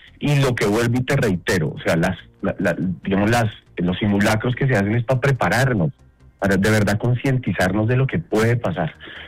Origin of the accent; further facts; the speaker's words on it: Colombia; Hoy no hay nada, hermano. Hoy somos colombianos.